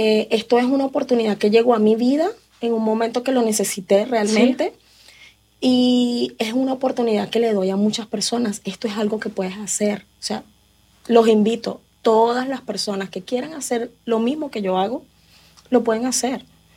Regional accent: Venezuela; moved away as an adult; now in United States; yo en Venezuela tuve una carrera. O sea, yo me gradué en la universidad, pero en mi país era ingeniero industrial.

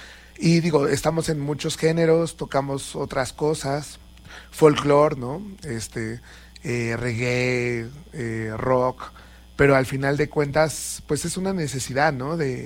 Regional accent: Iztapalapa, Mexico City, Mexico; Pues son nuestras raíces, ¿no? Venimos de Iztapalapa y aparte

